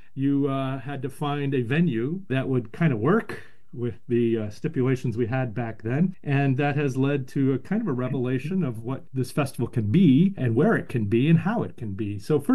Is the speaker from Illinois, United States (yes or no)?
yes; Chicago, Illinois, United States; or I grew up in Chicago with Ravinia, it's that outdoor music.